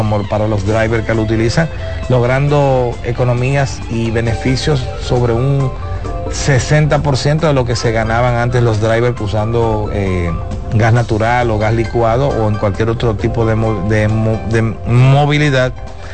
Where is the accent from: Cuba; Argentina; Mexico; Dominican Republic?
Dominican Republic; nosotros como República Dominicana